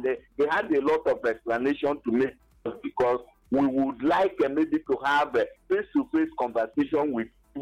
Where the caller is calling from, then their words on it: Abopani, Enugu State, Nigeria; I'm calling from Abopani, Enugu.